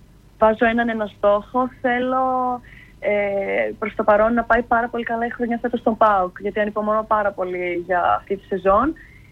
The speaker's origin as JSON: {"language": "Greek", "town": "Peraia", "region": "Central Macedonia", "country": "Greece", "said": "στην ομάδα μου εδώ πέρα, στην πόλη μου, στην περιοχή μου, στην Περέα"}